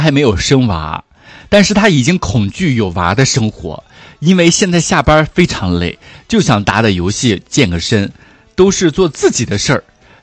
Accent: Shandong, China; now in Haikou, China; 作为一个山东人，我都没去逛过大明湖、趵突泉，这些我都没去过。

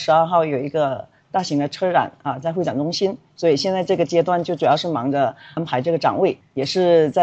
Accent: Hainan, China; 我是土生土长的海南人，非常看好我们自贸港的发展，所以决定扎根家乡。

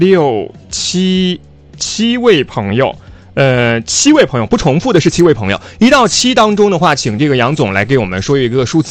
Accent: Sichuan, China; 因为我是四川人

